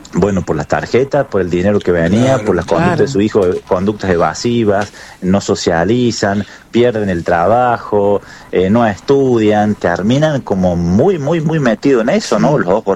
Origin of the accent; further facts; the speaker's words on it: Argentina; todo lo apasionado que somos los argentinos en el fútbol